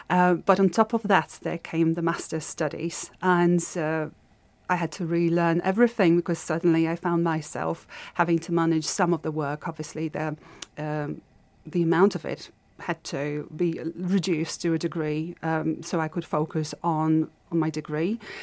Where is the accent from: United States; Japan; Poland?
Poland; English is a second language; now in Stourbridge, United Kingdom; From Poland.